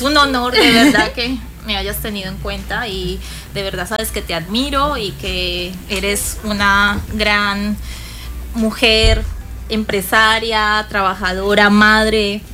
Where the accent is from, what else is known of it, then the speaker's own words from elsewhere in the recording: Colombia; Yo soy de Colombia.